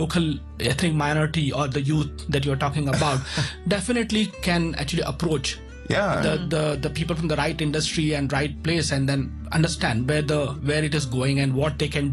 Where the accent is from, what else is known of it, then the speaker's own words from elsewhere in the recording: Mumbai, Maharashtra, India; Then in many cases, like for me, when I was growing up in Mumbai, I had a mentor